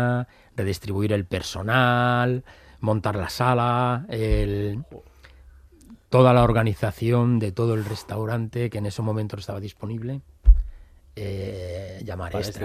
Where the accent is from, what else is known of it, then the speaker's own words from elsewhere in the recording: Valencian Community, Spain; toda la Alicante y la comunidad valenciana, tenemos una forma característica de trabajar, que es somos del Mediterráneo.